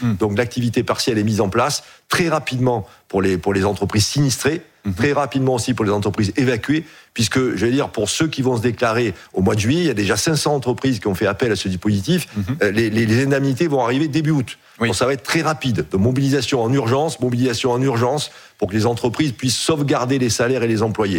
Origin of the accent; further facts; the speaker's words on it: France; Oui, d'ailleurs, vous le sentez à mon accent. Moi, je suis pas du tout. Ouais, je suis plutôt de cette France-là, de la France des régions